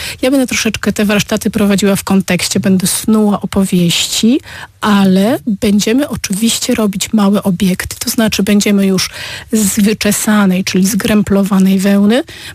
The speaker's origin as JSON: {"language": "Polish", "town": "Opole", "region": "Opole Voivodeship", "country": "Poland", "tie": "born or raised there", "moved": "as an adult", "lives_now": "Berlin, Germany", "said": "ja jestem Opolanką, urodziłam się tutaj w Opolu, chodziłam tutaj do liceum plastycznego, studiowałam tutaj wychowanie plastyczne, czyli Opole jest moim miastem, do którego wracam"}